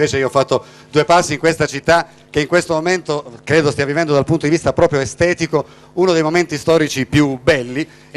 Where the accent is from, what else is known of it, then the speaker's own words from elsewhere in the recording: Taranto, Apulia, Italy; non lo dico perché sono tarantino